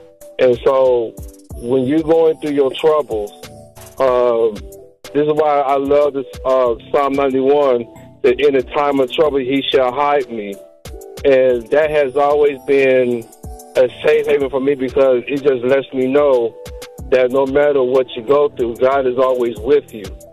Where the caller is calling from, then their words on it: Columbus, Ohio, United States; calling from Columbus, Ohio.